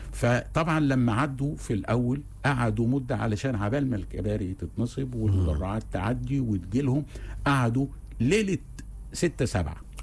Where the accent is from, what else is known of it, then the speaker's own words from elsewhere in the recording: Egypt; احنا كضباط مصريين